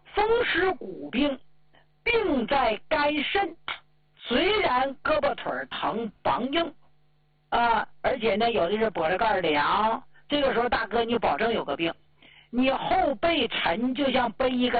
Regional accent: Northeast China, China; accent: Northeastern (Dongbei) dialect; 我就用咱们东北老家话跟你们唠嗑。

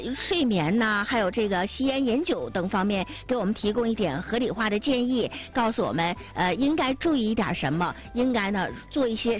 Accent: Northeast China, China; 尤其是咱东北人啊，一定要注意好低盐的调整。

